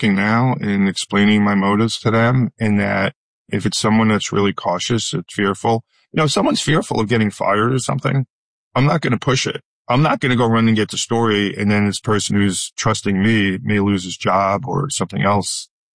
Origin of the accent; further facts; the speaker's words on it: New York, United States; You know, I started out, I'm from New York. I started out at a radio station in New York, WNW, had a really great newsroom.